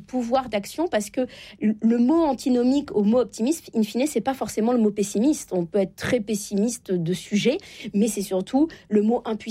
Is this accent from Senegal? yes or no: no; Normandy, France; Je viens de la Normandie.